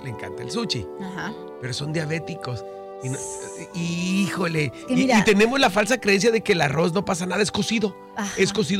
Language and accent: Spanish; Mexico; No somos japoneses, somos mexicanos y eso nos hace un chorro de daño.